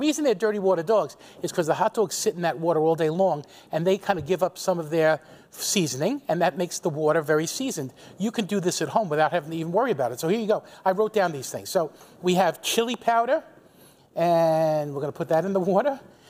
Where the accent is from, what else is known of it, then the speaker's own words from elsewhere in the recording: New York City, New York, United States; I grew up in Astoria, Queens, down the stairs from the house that we lived in, my grandparents' house, Northern Boulevard and 46th Street.